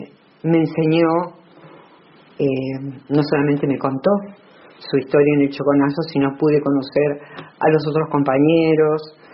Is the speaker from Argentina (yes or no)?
yes; Argentina; also born or lived in Córdoba, Argentina; En realidad yo en 1976 era absolutamente ignorante de lo que estaba ocurriendo en mi país y también de lo que había ocurrido antes. Y venía de un contexto también muy cerrado, pero mi estudiar en Córdoba me permitió